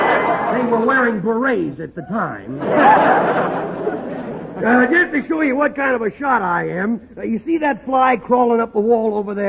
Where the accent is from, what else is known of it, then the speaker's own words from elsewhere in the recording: Texas, United States; born there; Well, I was born in Texas.